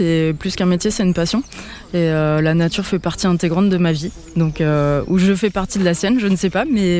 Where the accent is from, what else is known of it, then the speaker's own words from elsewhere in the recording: France; also born or lived in Toulouse; now in Montpellier, France; j'ai grandi à la campagne, j'ai eu cette chance-là. J'ai grandi dans le Marais Poitevin